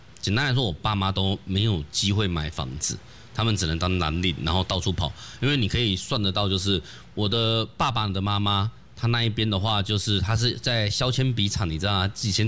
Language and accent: Chinese; Taipei, Taiwan; born there